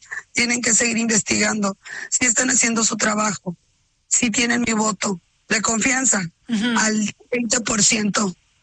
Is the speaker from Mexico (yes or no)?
yes; Ciudad Mante, Tamaulipas, Mexico; yo soy de Ciudad Mante.